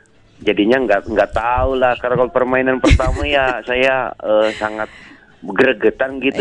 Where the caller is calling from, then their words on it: Brebes, Central Java, Indonesia; Ini saya dari Brebes, stabilitas juga.